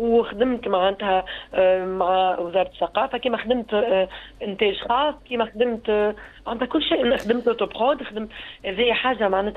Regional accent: Tunisia

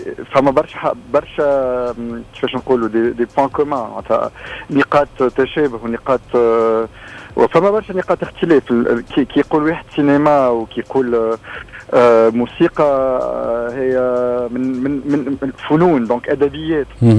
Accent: Tunisia; كي كنت صغير كنت في تونس

